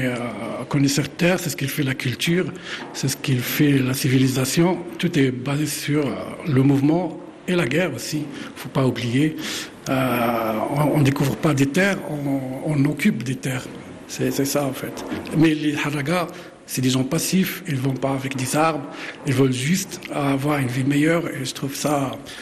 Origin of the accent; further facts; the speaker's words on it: Tangier, Tanger-Tetouan-Al Hoceima, Morocco; Cette œuvre, je l'ai faite par une expérience personnelle en grandissant à Tanger. J'ai vu des amis, des voisins, des gens de la famille qui traversaient la Méditerranée d'une façon illégale.